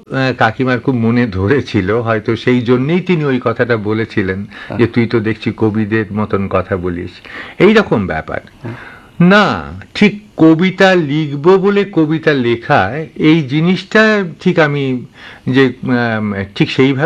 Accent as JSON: {"language": "Bangla", "town": "Faridpur", "region": "Dhaka Division", "country": "Bangladesh", "tie": "born or raised there", "said": "ফরিদপুর জেলার এমন একটি গ্রাম যেখান থেকে সবচাইতে কাছের রেল স্টেশনটিও ছিল প্রায় 24 মাইল দূরে, এমন একটি গ্রামের ছেলে আমি।"}